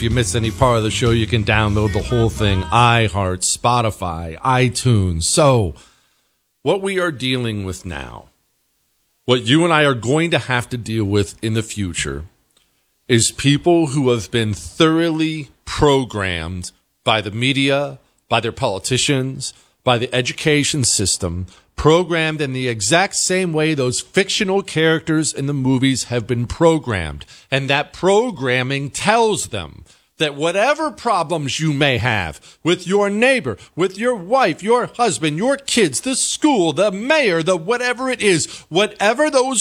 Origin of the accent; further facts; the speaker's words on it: Montana, United States; I grew up in Montana where they have militias up